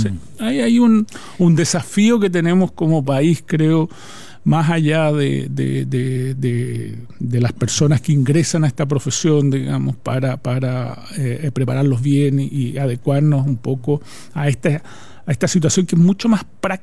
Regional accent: Lago Ranco, Los Ríos, Chile; Crecí más bien en Lago Ranco

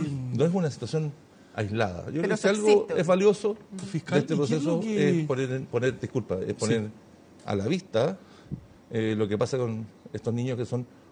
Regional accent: Chile

